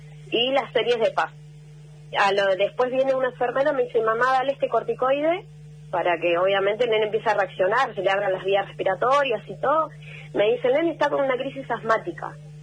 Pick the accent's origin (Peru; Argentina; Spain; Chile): Argentina; González Catán, Buenos Aires Province; Imagínense, yo soy de González Catán. Tengo hospitales acá, pero lamentablemente acá los hospitales es la muerte.